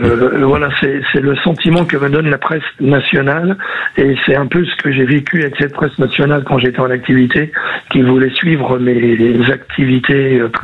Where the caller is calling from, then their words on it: Cherbourg, Normandy, France; Je vous appelle de Cherbourg